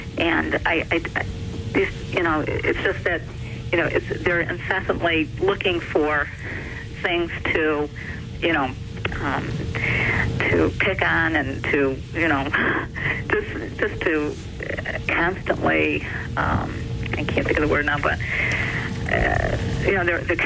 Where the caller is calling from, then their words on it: Livonia, Michigan, United States; I'm calling from Livonia, Michigan